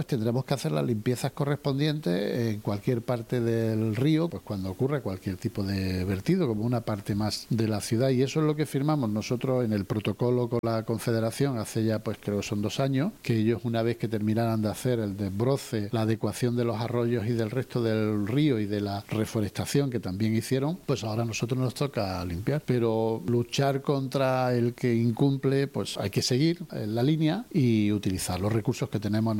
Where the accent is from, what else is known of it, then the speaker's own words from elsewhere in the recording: Melilla, Spain; lo que nos afecta es a todos los melillenses